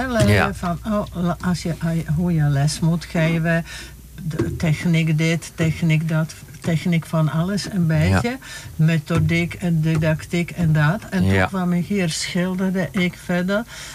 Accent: Teplice, Ústí nad Labem Region, Czechia; now in Netherlands; Ik kom uit Teplice-Zenau. Dat is net over de grens waar vroeger Oost-Duitsland, heel dichtbij bij Dresden.

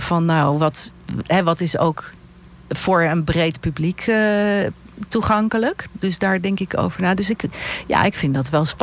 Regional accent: Wenum-Wiesel, Gelderland, Netherlands; moved away as an adult; also born or lived in Amsterdam; ik ben opgegroeid in Wiesel. Mm-hmm. Dat heette vroeger Wiesel, nu Wenum-Wiesel. Op landgoed De Ploeg. Dat is een boerderij. En daarna ben ik naar Amsterdam verhuisd.

